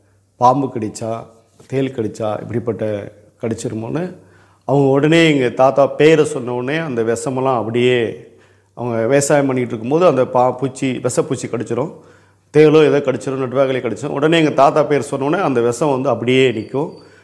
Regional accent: Mandalamanickam, Tamil Nadu, India; அப்போ எங்கள் ஊர்லேயே, எங்கள் சொந்த ஊர்லேயே மண்டலமணிக்குங்கிற ஊரத்தில் 10th வரைக்கும் இருக்குது.

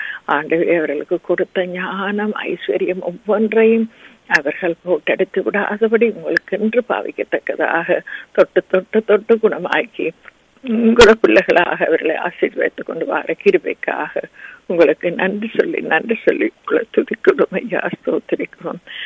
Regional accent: Sri Lanka; moved away; நாங்கள் பிறந்து வளர்ந்த சிறிய தீவாகிய இலங்கை தீவுக்காக

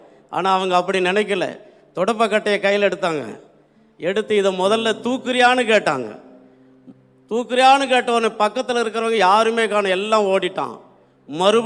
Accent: Tamil Nadu, India; நான் சிதம்பரத்திற்கும் அருகிலே ஒரு சாதாரணமான ஒரு குக்கிராமத்தில் இயேசுவை அறியாத குடும்பத்திலே நான் பிறந்தவன்.

